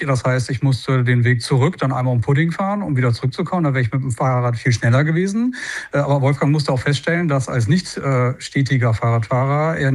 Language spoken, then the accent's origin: German; Münster, North Rhine-Westphalia, Germany; born there; In meinem speziellen Fall ist es so, ich bin ein gebürtiger Münsteraner.